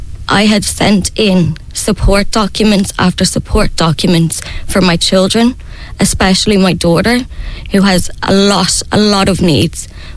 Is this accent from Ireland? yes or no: yes; Bray, Leinster, Ireland; I'm from Bray. I lived in Bray my whole life. I worked in Bray.